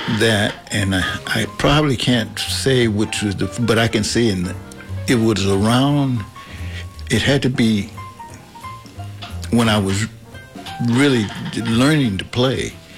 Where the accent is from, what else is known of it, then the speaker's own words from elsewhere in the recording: Texas, United States; I'm from Texas, and there were people that I, as a young kid, I didn't even know anything about music